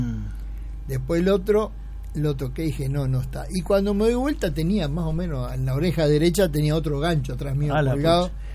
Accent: Canelones, Uruguay; Soy gaucho de Canelón

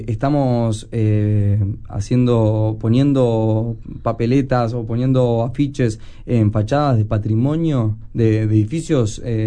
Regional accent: Montevideo, Uruguay; nosotros somos habitantes de Montevideo

